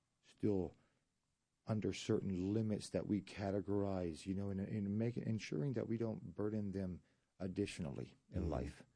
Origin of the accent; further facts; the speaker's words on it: Argentina; moved away as an adult; I grew up in Argentina. Spent my first 21 years of life pretty much